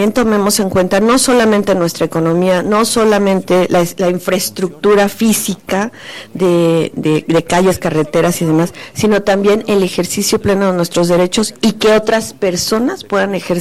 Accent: Mexico; como ciudadanas mexicanas, como ciudadanos mexicanos

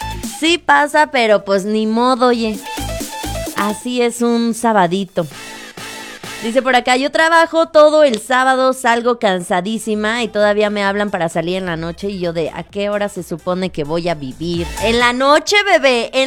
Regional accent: San Luis Potosí, Mexico; Yo soy potosina. Yo soy de San Luis Potosí. Yo soy de San Luis Potosí, pero estuve un año trabajando fuera.

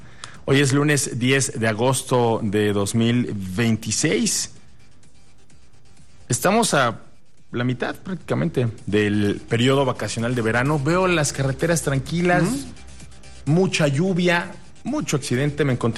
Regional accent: Mexico; a los mexicanos nos pone la piel de gallina

